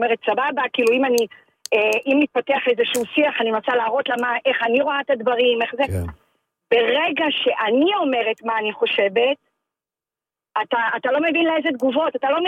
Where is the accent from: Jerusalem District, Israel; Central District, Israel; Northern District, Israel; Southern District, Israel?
Central District, Israel; Rehovot